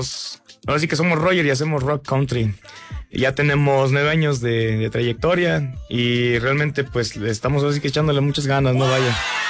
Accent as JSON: {"language": "Spanish", "town": "Tezontepec de Aldama", "region": "Hidalgo", "country": "Mexico", "tie": "born or raised there", "said": "dicen que soy oriundo de Tezontepec"}